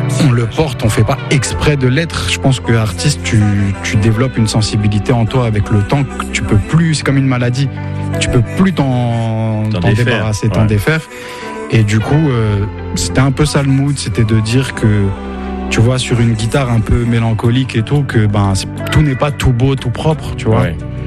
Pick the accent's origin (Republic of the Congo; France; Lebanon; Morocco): Morocco; Bah après faut pas oublier que je suis marocain aussi.